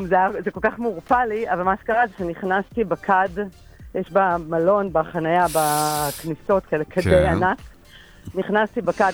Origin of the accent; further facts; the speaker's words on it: Haifa, Haifa District, Israel; אגב, אני חיפאית במקור וככה זה עובד.